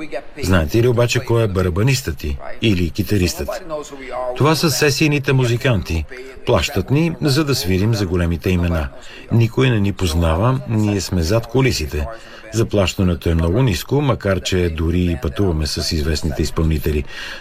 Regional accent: Brazil; moved away; след като съм от Бразилия

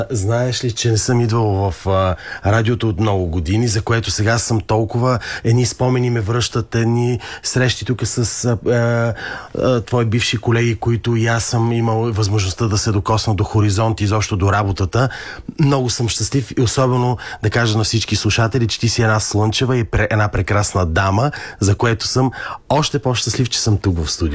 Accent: Novi Iskar, Sofia City, Bulgaria; посветени за моя роден град, песен за Нови Искър

